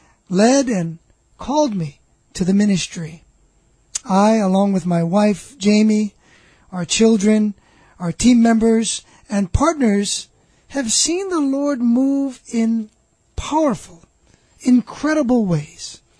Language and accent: English; Maunalua, Hawaii, United States; Well, I grew up here in Hawaii, in a nice little area called Mauna Lua.